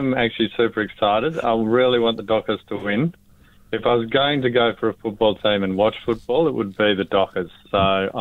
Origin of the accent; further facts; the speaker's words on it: Zimbabwe; now in Perth, Australia; But I'm from Zimbabwe